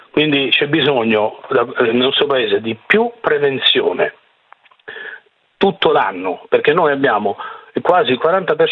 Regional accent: Calabria, Italy; io lo dico anche da calabrese

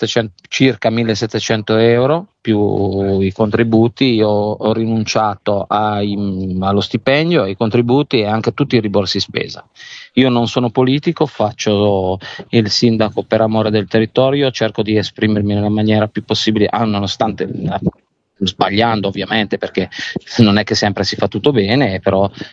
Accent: Sanremo, Liguria, Italy; born there; now in Triora, Italy; io non sono di Triora, io sono originario abruzzese, però sono nato a Sanremo, però già da ragazzo, quando avevo 10, 11, 12 anni, ho iniziato a venire in questa valle, dove nella Valle Argentina

